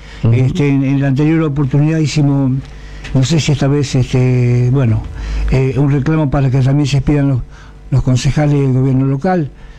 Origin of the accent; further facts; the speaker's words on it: Argentina; now in Casilda, Argentina; ciudadanos argentinos